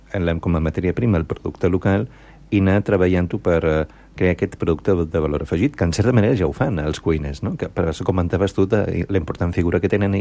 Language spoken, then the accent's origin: Catalan; Balearic Islands, Spain; Volem conèixer, descobrir, sorprendre'ns, probablement, com a menorquins i menorquines, evidentment tots els visitants estan benvinguts, el que és el nostre múscul a nivell de tema producte local.